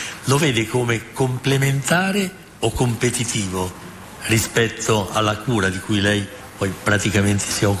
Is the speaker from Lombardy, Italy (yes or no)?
yes; Crema, Lombardy, Italy; Crema, che tra l'altro è la mia città natale